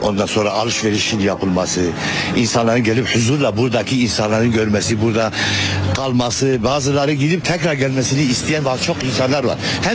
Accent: Mardin, Turkey; Çünkü İstanbul'daki insan ben burada Mardinliyim. Benim orada da şeylerim var, yatırımlarım var.

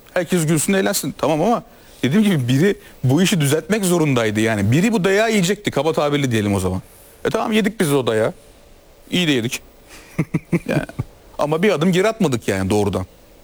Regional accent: Trabzon, Turkey; Ben Trabzon doğumluyum yani.

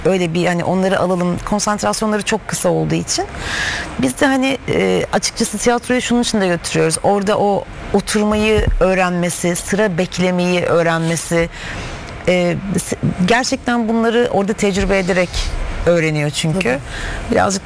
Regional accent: Acıbadem, Istanbul, Turkey; Acıbadem'de büyüdüm. O yüzden evet, çok aşırı yakın ve çok da sevdiğim bir yer aynı zamanda.

